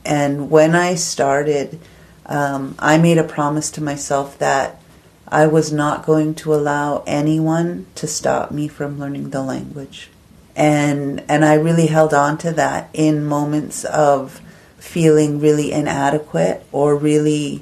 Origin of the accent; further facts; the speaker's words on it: British Columbia, Canada; first language English; I am from the Okanagan Nation and a community member for the Okanagan Indian Band